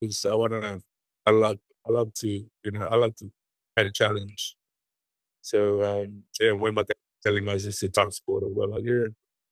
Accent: Tonga; also born or lived in Samoa / New Zealand / Hawaii / Japan; I was born in Tonga. 1983, and I grew up here in Tonga, but sort of moving around the island. We moved to Samoa, back to Tonga, and then New Zealand, Hawaii, and then Japan.

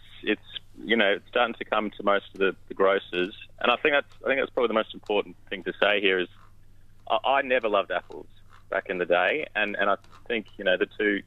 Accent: Melbourne, Victoria, Australia; now in Adelaide, Australia; I'm from Melbourne originally. I don't tell many people this, so you're getting a lot out of me here.

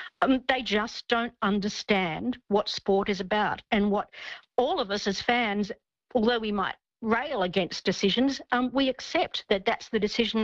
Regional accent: Australia; I would argue as an Australian fan

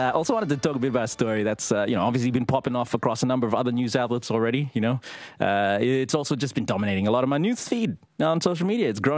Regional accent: Rabaul, East New Britain, Papua New Guinea; I used to play with it as a child when you know, growing up in Rabaul.

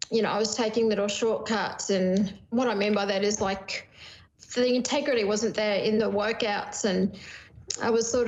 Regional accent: Queensland, Australia; also born or lived in Brisbane; But certainly as a little girl growing up in Queensland and then spending some of my teenage years in Brisbane

